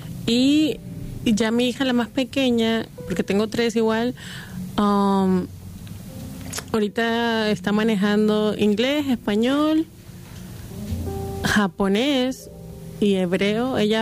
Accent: Mexico; moved away as an adult; now in Salt Lake City, United States; En el año 99, vengo de México, llego a Salar City y sí, no había casi nada.

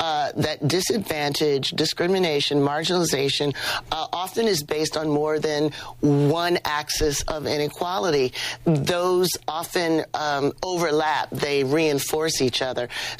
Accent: Canton, Ohio, United States; born or raised there

